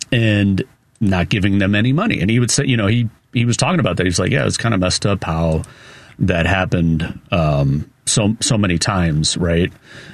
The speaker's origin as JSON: {"language": "English", "region": "Illinois", "country": "United States", "accent": "Chicago", "said": "My Chicago accent slipping out there."}